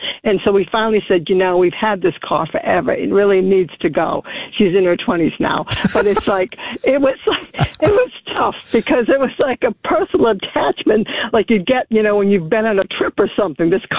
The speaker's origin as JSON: {"language": "English", "town": "Newport", "region": "Rhode Island", "country": "United States", "tie": "born there", "said": "because I was born in Newport, Rhode Island. My father had moved there for a short job."}